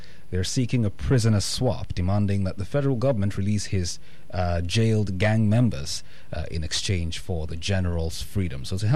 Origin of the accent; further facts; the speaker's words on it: Nigeria